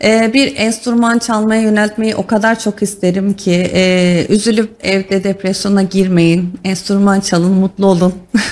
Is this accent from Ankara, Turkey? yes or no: yes; Ankara, Turkey; moved away as an adult; now in Kayseri, Turkey; Memleketimde kalmak isterim. Mesela Ankara'da kalmak isterim.